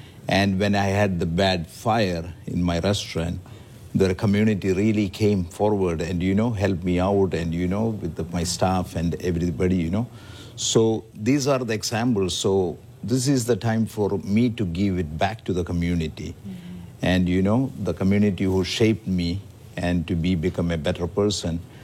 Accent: India; now in Ottawa, Canada; I came from India as a middle class person from India. And, you know, growing up in India was very, very hard. And, you know, came to Canada very young.

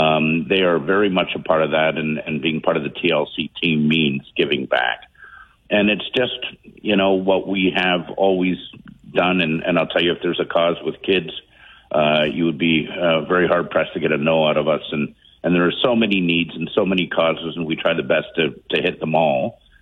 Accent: Kitchener, Ontario, Canada; also born or lived in Oakville; I was born in Oakville, but moved at a young age to Kitchener, and then spent my formative years growing up here.

